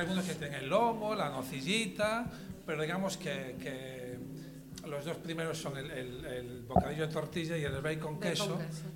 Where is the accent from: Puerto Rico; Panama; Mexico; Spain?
Spain; Canido, Galicia; É un pouco reflejo del barrio onde vivimos.